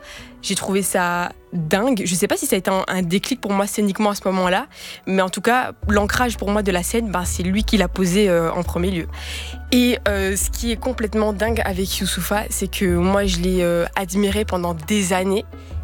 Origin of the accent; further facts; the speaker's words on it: Brussels, Belgium; born there; Comme vous le savez, je suis belge, je suis née à Bruxelles, de père congolais, de mère belge.